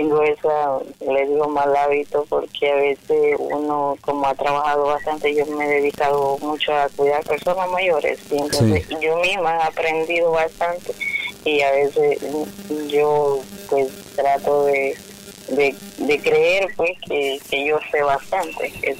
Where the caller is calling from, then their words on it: Santiago de Veraguas, Veraguas, Panama; De aquí de Santiago de Veraguas